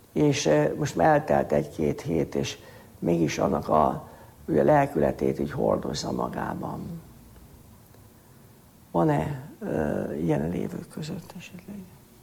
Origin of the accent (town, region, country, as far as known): Budapest, Hungary; born or raised there